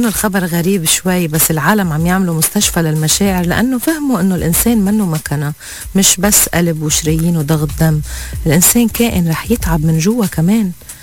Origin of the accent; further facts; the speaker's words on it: Lebanon; نحنا إذا كلبنانية